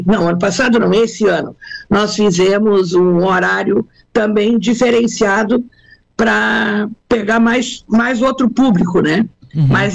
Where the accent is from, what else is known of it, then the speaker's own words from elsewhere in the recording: Rio Grande do Sul, Brazil; now in Arroio do Silva, Santa Catarina, Brazil; Eu sempre fui professora, muito urbana, sempre morei em cidade, sou do Rio Grande do Sul, e nós tínhamos casa aqui no Arroio.